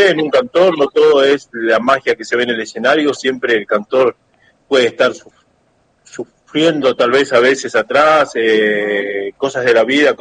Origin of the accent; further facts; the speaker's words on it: Patagonia, Argentina; uno ama esta tierra como argentino, como patagónico